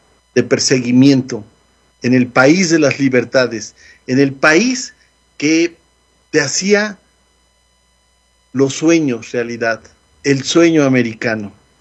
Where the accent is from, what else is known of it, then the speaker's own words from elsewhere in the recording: Mexico; now in United States; nosotros también como mexicanos, sobre todo como migrantes mexicanos, muchos de nosotros tenemos grandes conocidos y grandes amigos argentinos.